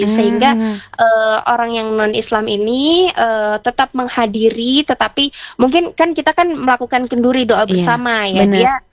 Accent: Java, Indonesia; saya masih ingat betul waktu dulu semasa kecil, ketika di Jawa

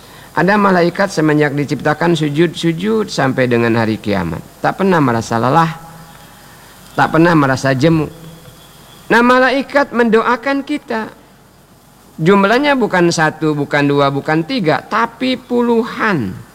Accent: Bangka Belitung Islands, Indonesia; Jadi kita, kata kita orang Bangka, sekawayo memetik buah tersebut semau kita.

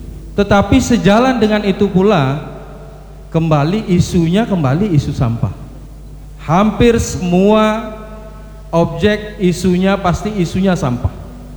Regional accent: Buleleng, Bali, Indonesia; Karena identitas nih harus dimulai dari rasa bangga untuk menunjukkan bahwa saya orang Buleleng dengan sisi sejarahnya dan sisi historisnya.

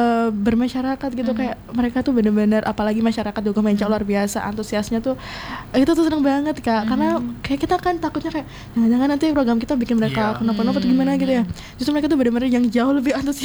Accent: Java, Indonesia; aku orang Jawa

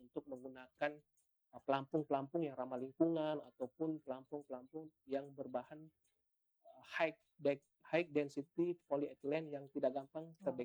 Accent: Makassar, South Sulawesi, Indonesia; moved away as an adult; now in Kupang, Indonesia; Saya dari Makassar.

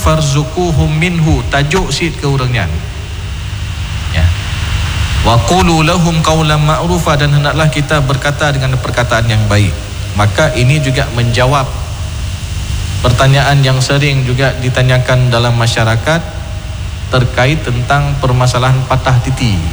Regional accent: Aceh, Indonesia; dalam istilah kita Aceh

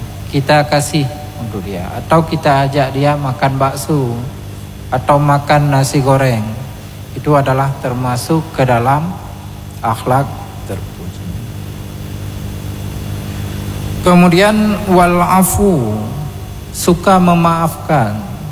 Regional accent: Aceh, Indonesia

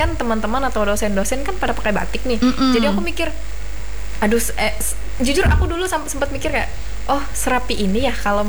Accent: Central Kalimantan, Indonesia; now in Palangka Raya, Indonesia; Kabupaten Murung Raya.

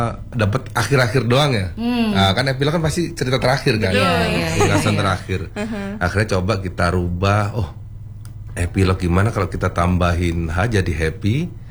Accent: Malang, East Java, Indonesia; born there; now in Jakarta, Indonesia; gitar asli dari Malang.

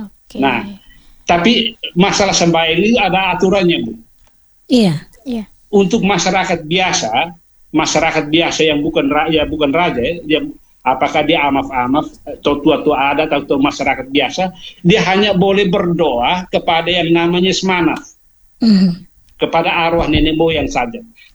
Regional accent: East Nusa Tenggara, Indonesia; Nah, kita sekarang ini, Ibu, kalau kami orang Timur yang berbahasa Dawan, yang walaupun sudah beragama itu, menyebut Tuhan Allah itu dengan istilah Wisnu.

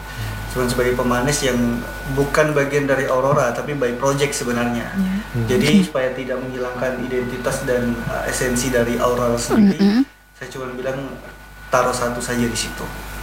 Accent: Manggarai, East Nusa Tenggara, Indonesia; saya orang Manggarai, tapi tidak bisa saya paham bahasa Manggarai tahu.

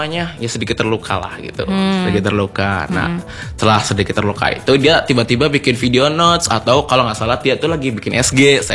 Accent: Klangenan, West Java, Indonesia; Halo Mas Angga, kita orang Klangenan.

